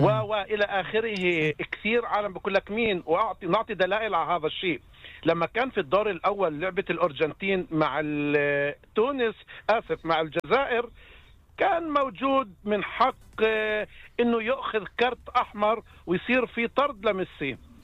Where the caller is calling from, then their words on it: Nablus, West Bank, Palestine; أنا بحكي معاكم من نابلس.